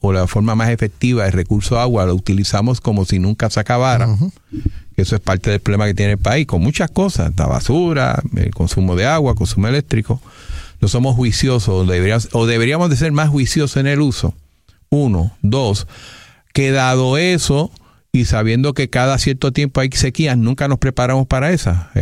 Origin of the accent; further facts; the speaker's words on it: Puerto Rico; yo obviamente soy del área del Valle del Turabo